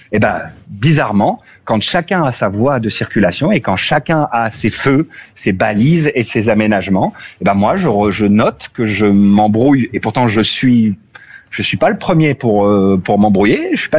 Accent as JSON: {"language": "French", "region": "Hauts-de-France", "country": "France", "said": "Il se trouve que je suis originaire du Nord et que mes parents habitent dans le Nord"}